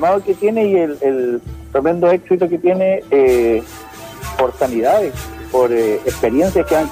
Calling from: Loncoche, Araucanía, Chile; Ciudad de Loncoche

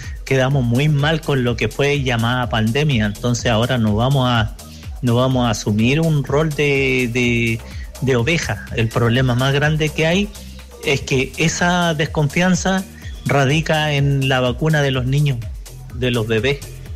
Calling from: Chile; La gente acá en Chile ya está media incrédula

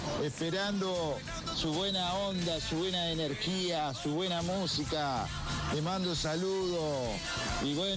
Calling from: Paraná, Entre Ríos, Argentina; de Paraná.

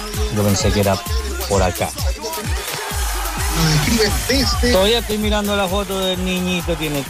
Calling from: Cañete, Biobío, Chile

